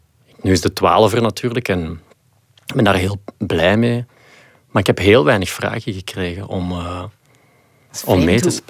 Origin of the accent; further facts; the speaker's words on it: Flanders, Belgium; ik denk ook dat wij als Belgen gewoon heel goed zijn in die verhalen vertellen.